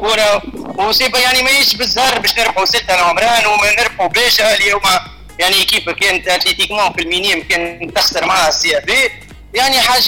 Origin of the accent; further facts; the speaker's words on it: Tunisia; تونسي نتشرف لي أنا تونسي